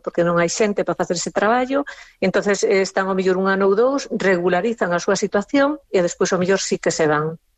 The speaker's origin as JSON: {"language": "Galician", "town": "Viana do Bolo", "region": "Galicia", "country": "Spain", "said": "Eu son de Viana do Bolo."}